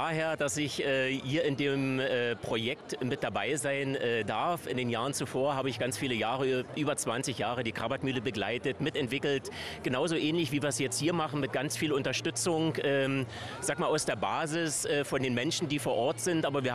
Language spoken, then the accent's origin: German; Schwarzkollm, Saxony, Germany; ich als Schwarzkolmer, als Lausitzer